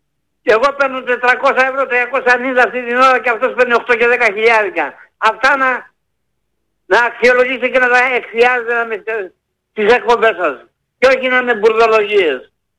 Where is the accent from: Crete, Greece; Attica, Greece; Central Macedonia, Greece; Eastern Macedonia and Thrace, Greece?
Eastern Macedonia and Thrace, Greece; Akropotamos; Είμαι από τον Ακροποτάμο … αλλά είμαι Πόντιος Φωτιά.